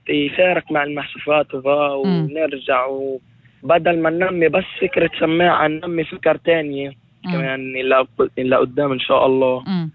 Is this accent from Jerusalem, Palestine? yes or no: yes; Jerusalem, Palestine; أنا من القدس.